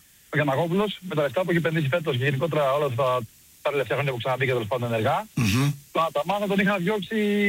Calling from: Peristeri, Attica, Greece; Εγώ είμαι από το Περιστέρι, Ολυμπιακός.

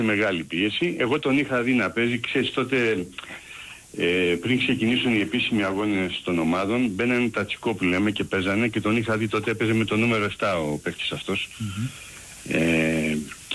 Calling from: Attica, Greece; από Αττικό Νάλσος.

